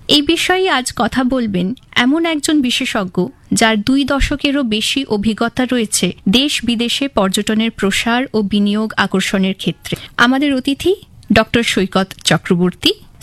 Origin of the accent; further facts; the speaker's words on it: West Bengal, India; ভৌগোলিক বৈচিত্র্য আমাদের পশ্চিমবঙ্গের রাজ্যে এত আছে